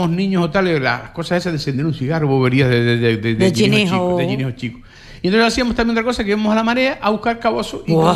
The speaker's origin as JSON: {"language": "Spanish", "area": "Lanzarote", "region": "Canary Islands", "country": "Spain"}